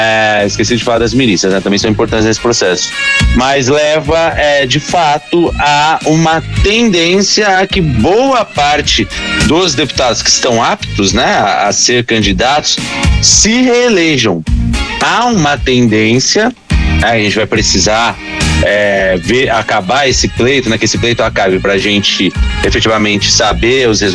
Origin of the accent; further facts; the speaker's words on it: São Paulo, Brazil; se eu comparo com São Paulo de onde eu sou